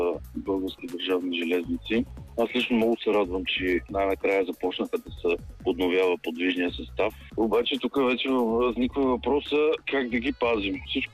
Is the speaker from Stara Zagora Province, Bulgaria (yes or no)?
yes; Stara Zagora, Stara Zagora Province, Bulgaria; от Стара Загора съм.